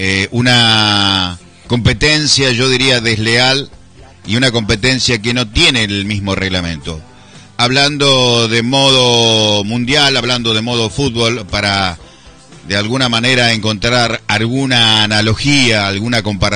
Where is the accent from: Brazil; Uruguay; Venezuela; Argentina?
Argentina; nosotros como argentinos decimos